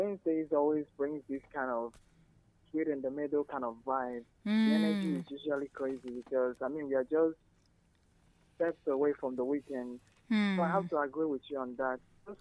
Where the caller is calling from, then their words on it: Anambra, Nigeria; I said it's the rock star. The rock star. I'm in Anambra State.